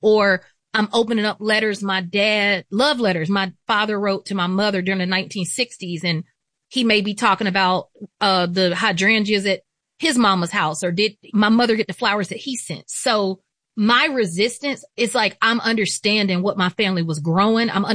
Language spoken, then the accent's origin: English; Atlanta, Georgia, United States; that is something hyper specific to growing up in Atlanta, in a city where I was fully affirmed and so many people looked like me